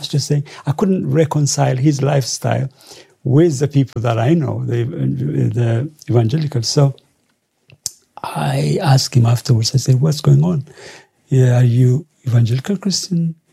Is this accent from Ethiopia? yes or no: yes; Addis Ababa, Ethiopia; born or raised there; also born or lived in Jimma; now in United Kingdom